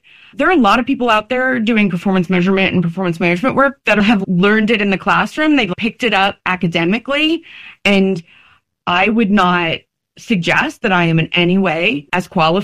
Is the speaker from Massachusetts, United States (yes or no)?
no; New Jersey, United States; as they used to say, where I grew up in New Jersey, we know where the bodies are buried.